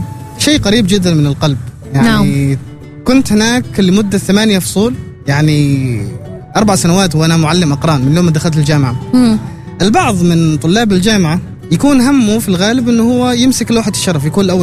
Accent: Oman; أنا عماني 100%

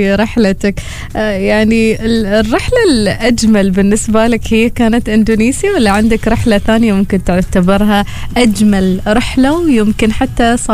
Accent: Oman; بلادنا سلطنة عمان

